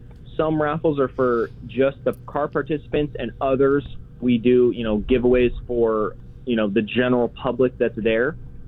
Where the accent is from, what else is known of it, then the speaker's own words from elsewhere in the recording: Ramona, California, United States; to be a part of Ramona, and for me to be able to represent my hometown